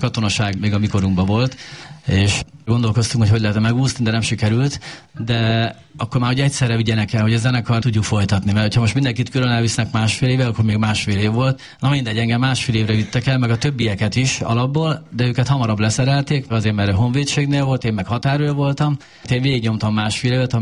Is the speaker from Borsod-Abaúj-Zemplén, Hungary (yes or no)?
yes; Szerencs, Borsod-Abaúj-Zemplén, Hungary; Mi Szerencséről származunk, Borsod megyéből